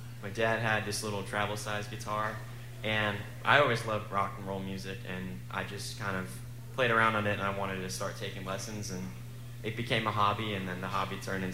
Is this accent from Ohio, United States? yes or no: no; Chicago, Illinois, United States; now in Nashville, United States; originally I'm from Chicago.